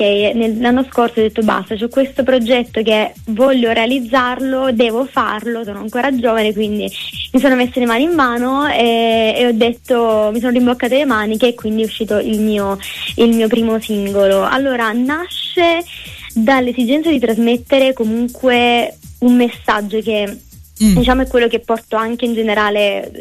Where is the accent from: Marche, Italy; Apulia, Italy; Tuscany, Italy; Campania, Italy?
Apulia, Italy; io sono nata e cresciuta a Velle, in provincia di Lecce. Ho 23 anni